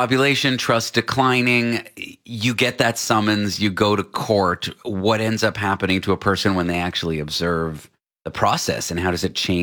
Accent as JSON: {"language": "English", "country": "Canada", "moved": "yes", "lives_now": "United States", "said": "Got U.S. citizenship. I'm a Canadian"}